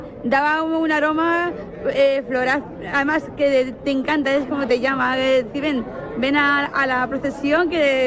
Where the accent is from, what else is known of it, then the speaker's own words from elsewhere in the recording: Vargas, Castilla-La Mancha, Spain; Somos de Vargas. Pero sí, de aquí cerquita.